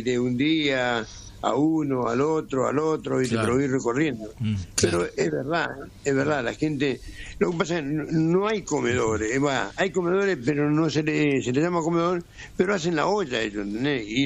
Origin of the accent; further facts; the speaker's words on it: Argentina; habla como gallego, casi pues coño, para, digo, yo soy argentino.